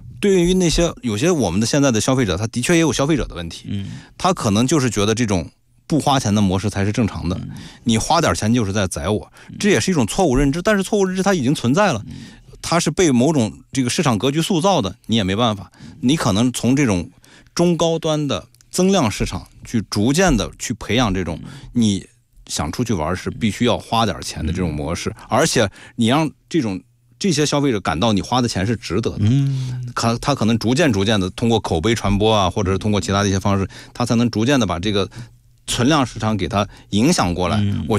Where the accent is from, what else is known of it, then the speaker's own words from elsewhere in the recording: China; 我们中国人有句话叫做"来都来了"